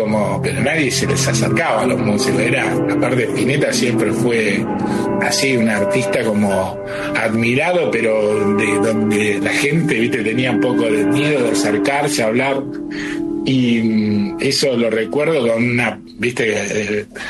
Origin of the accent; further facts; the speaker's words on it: Caseros, Buenos Aires Province, Argentina; born there; nací en Caseros, soy de conurbano, así que, pero este, el Tapial, es un poco más adentro, también un conurbano más profundo que el lugar donde yo vivía. Y yo tenía 14